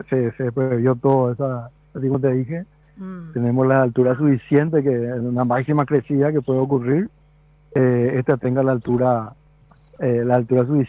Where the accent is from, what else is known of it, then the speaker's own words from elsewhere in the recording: Paraguay; Como paraguayo me siento enormemente orgulloso de formar parte de esta obra.